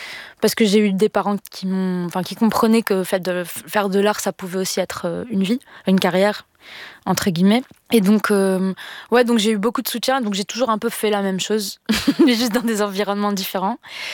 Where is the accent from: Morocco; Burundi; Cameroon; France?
Morocco; Mais c'était un territoire, disons, peut-être plus neutre en tant que Marocaine. On n'avait pas l'impression qu'on m'expliquait déjà ma culture.